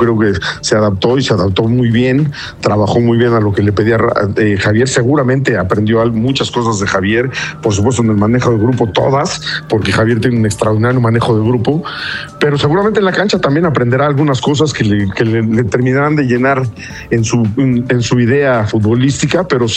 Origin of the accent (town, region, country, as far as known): Mexico